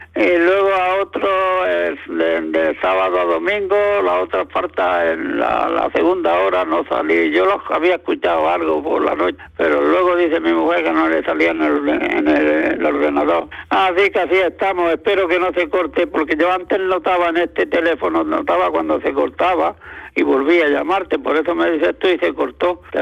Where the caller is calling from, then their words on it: Almuñécar, Andalusia, Spain; de Almuñécar.